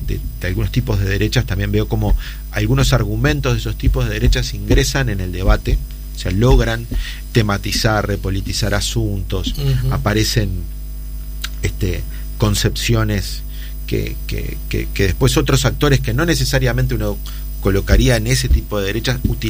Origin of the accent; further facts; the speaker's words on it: Montevideo, Uruguay; los barrios en los que yo crecí, ¿no?, de La Teja, Cerro, Casabó